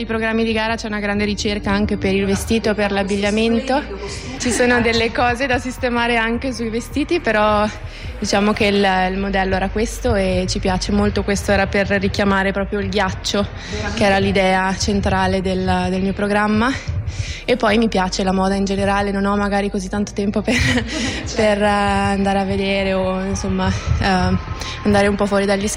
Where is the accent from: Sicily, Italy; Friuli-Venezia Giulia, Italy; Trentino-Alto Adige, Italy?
Trentino-Alto Adige, Italy; Rovereto; è vicina a casa mia, io sono di Rovereto, in Trentino, quindi non sono lontanissima